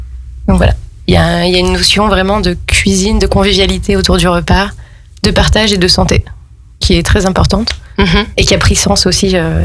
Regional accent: Lille, Hauts-de-France, France; moved away as an adult; now in Chambéry, France; rentrer à Lille, parce que c'est de là que je viens

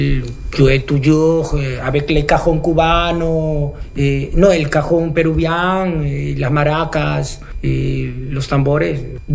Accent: Peru; Non, je suis péruvien, du Pérou.

